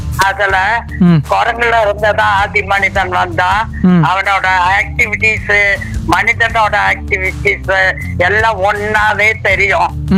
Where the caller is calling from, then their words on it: Dadagapatti, Tamil Nadu, India; தாதக்கப்பட்டியில் இருந்து பேசுகிறேன்.